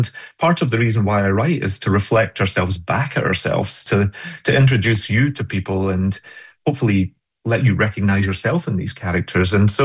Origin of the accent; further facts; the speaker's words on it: Glasgow, Scotland, United Kingdom; And I always found, certainly growing up in Glasgow, there was a really close juxtaposition between tragedy and comedy.